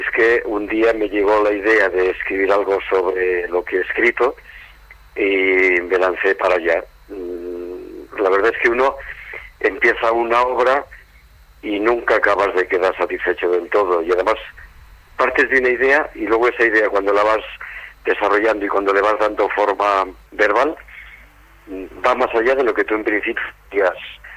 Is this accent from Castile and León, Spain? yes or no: yes; Soria, Castile and León, Spain; yo nací en Soria, me crié en Soria, estudié en Soria, empecé a trabajar en el Instituto del Borgo Biosma, después en el Instituto Castilla